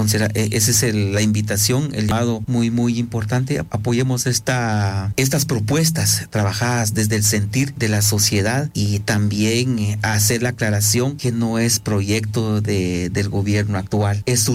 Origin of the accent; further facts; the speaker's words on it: Guatemala; estar conscientes de que esa cultura vial es lo que necesitamos como guatemaltecos también.